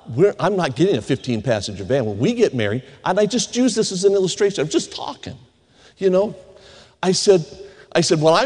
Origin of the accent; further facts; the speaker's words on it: Las Vegas, Nevada, United States; I grew up in Las Vegas, Nevada, the most boring city in America for a kid